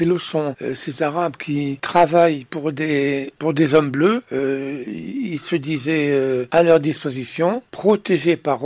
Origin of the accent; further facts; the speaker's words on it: Morocco; moved away; je suis né au Maroc, j'ai vécu 10 ans au Maroc, je parlais arabe